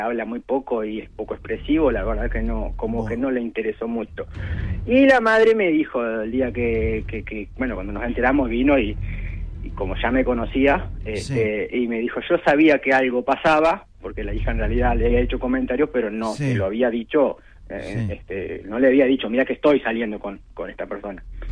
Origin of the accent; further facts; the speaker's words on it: interior, Argentina; Soy del interior, sí.